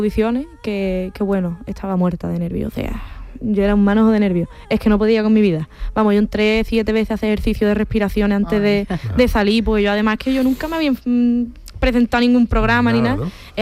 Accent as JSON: {"language": "Spanish", "area": "Cádiz", "region": "Andalusia", "country": "Spain", "said": "puedo decir carnavalera, soy de Cádiz"}